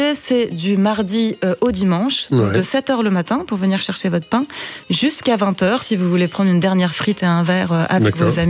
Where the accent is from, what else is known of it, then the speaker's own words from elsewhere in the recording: France; accent: French; now in Brussels, Belgium; Mon accent français.